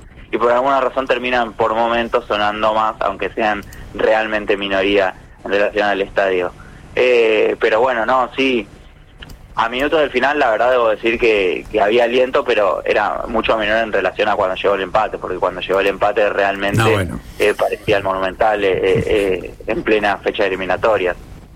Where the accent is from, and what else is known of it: Argentina